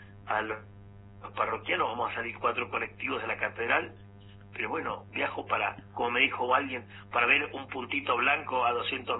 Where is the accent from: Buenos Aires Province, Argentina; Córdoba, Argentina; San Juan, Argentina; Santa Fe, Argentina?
San Juan, Argentina; acompañar a mi pueblo y estar con los sanjuaninos viviendo una experiencia única.